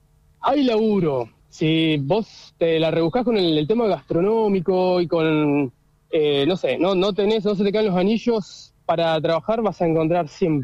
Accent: Trelew, Chubut, Argentina; moved away as an adult; now in Dublin, Ireland; soy de Trelew, soy de la ciudad de Trelew, oriundo de allá, del barrio Coepro, me crié ahí.

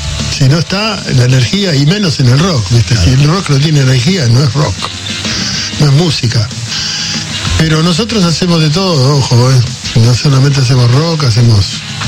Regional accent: Quilmes, Buenos Aires Province, Argentina; fuimos una banda importante que salió de Quilmes

